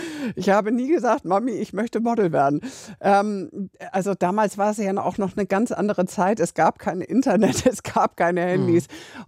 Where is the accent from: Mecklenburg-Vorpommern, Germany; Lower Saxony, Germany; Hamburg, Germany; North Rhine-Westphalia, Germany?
Hamburg, Germany; Ja, Eppendorfer Landstraße 18, Ecke Hornstraße. Da bin ich groß geworden, in einem Mehrfamilienhaus.